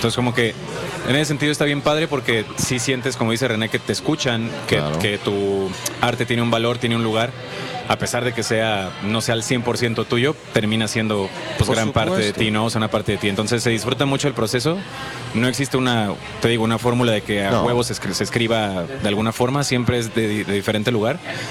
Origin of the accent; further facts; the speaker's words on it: Guadalajara, Jalisco, Mexico; yo soy de Guadalajara